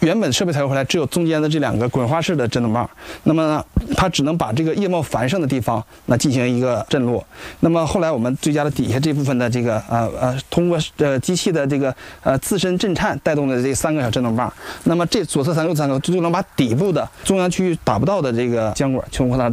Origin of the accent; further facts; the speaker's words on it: Northeast China, China; accent: Northeastern Mandarin; 我们东北话就二次一个捡漏